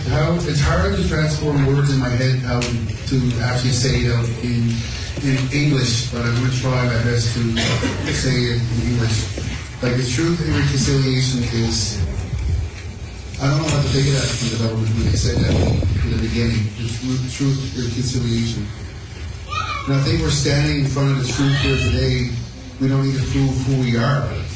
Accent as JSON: {"language": "English", "region": "Newfoundland and Labrador", "country": "Canada", "said": "Because we're not from Ottawa. We don't have a land in Ottawa. They're just in a room, closed up, locked up. I said, they don't belong there. I said, those artifacts belong in Labrador."}